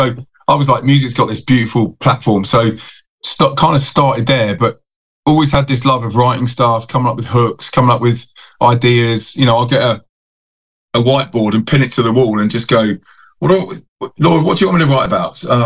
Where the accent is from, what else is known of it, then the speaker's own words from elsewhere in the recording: Windsor and Maidenhead, South East England, United Kingdom; moved away as an adult; also born or lived in London; now in Manchester, United Kingdom; 5 days later moved to Manchester and I moved into Withenshaw. So I moved, you know, I grew up in Windsor and Maidenhead. So I moved from the poshest to the poorest